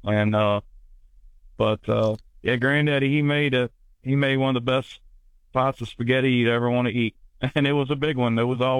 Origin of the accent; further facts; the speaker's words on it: Tidewater, Virginia, United States; A lot of friends, a lot of relatives, especially growing up in the Tidewater, Virginia area.